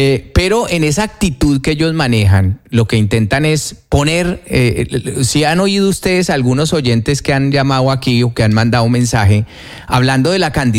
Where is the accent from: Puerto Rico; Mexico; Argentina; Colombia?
Colombia; nosotros somos colombianos porque pertenecemos a un país que se llama Colombia